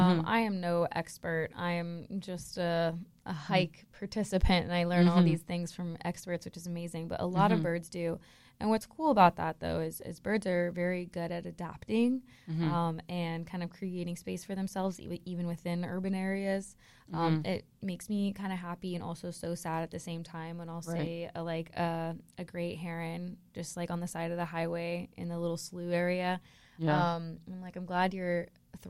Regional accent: West Palm Beach, Florida, United States; I'm from West Palm Beach and we had a lot of, you know, beautiful aquatic habitats as well.

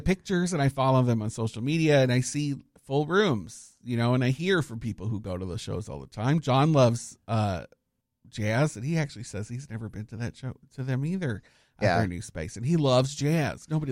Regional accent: Canada; now in Orlando, United States; As a Canadian

